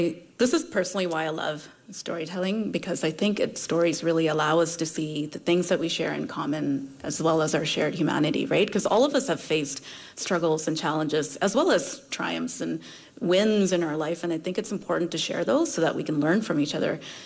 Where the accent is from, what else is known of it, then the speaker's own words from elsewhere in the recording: India; also born or lived in Saudi Arabia; I was born in India, but I also was raised in Saudi Arabia.